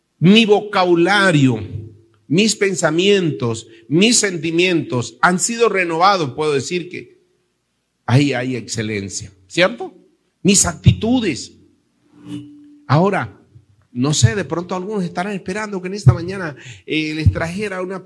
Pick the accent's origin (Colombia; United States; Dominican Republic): Colombia; Caribbean Region; accent: costeño; yo soy costeño y hablo a veces muy rápido